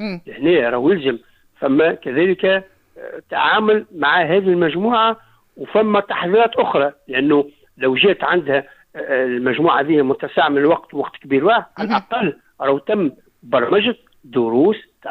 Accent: Tunisia; احنا اما تونسي 100%

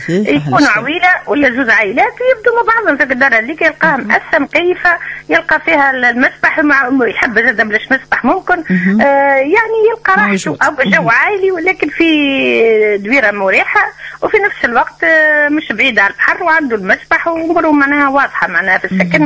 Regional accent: Tunisia

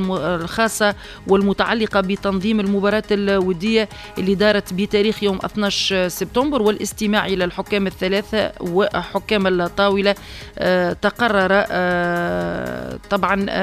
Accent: Tunisia

